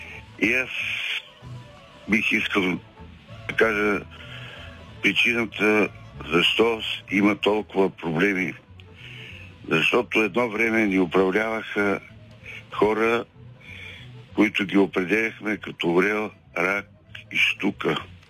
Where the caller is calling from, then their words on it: Teteven, Lovech Province, Bulgaria; от Тетевен.